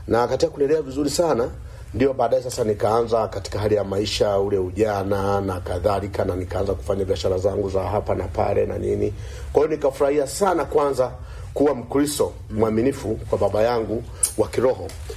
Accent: Tarime, Mara, Tanzania; born there; also born or lived in Serengeti / Nyasura; Nimezaliwa Serengeti miaka hii kadhaa iliyopita, na baada ya pale naishi sehemu inaitwa Mtomara, sehemu inaitwa Nyasura, kijiji cha Nyasura. Miaka ya 85 tukahama pale, tukahamia Tarime mjini, na tukao tumewekeza makazi pale Tarime mjini.

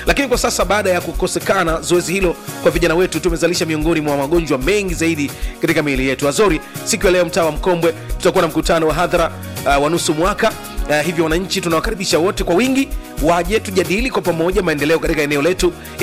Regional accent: Tanzania; mimi nataka ni hudhurie tu kama mwananchi, kama Mtanzania, sio kama mwandishi wa habari.

